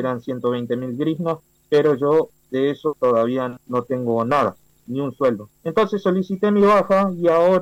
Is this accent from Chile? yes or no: no; Argentina; moved away as an adult; now in Ukraine; Soy argentino, hace 2 meses que llegué acá a Ucrania.